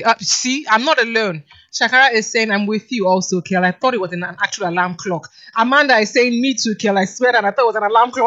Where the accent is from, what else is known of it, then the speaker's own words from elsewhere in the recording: Nigeria; English is a second language; English is not my first language. I'm a Nigerian